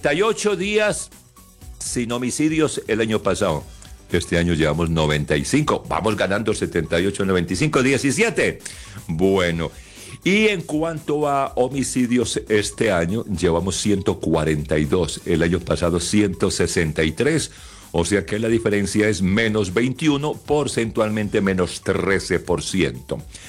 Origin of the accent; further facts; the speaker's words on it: Colombia; acuérdese que somos colombianos y nosotros no hemos atravesado para celebrar